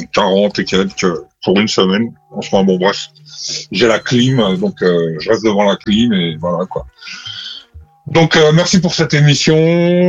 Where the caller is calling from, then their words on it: Occitanie, France; Ouais, moi j'ai 20 degrés chez moi dans le Gers.